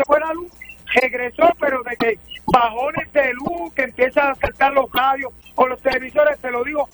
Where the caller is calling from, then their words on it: Sabana Grande, Puerto Rico; yo soy de La Toque, pero yo estoy en la misma colindancia, la mitad Chapo y la mitad de Sabana Grande, porque nos divide el río.